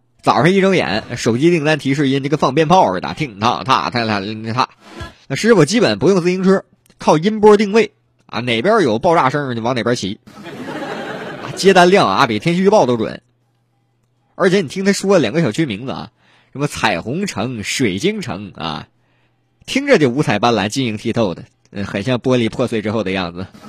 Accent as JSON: {"language": "Chinese", "region": "Northeast China", "country": "China", "tie": "born or raised there", "moved": "yes", "lives_now": "Changsha, China", "said": "我在长沙待着吧。我这辈子都没见过啊，有一天我东北老家会比长沙热的啊。"}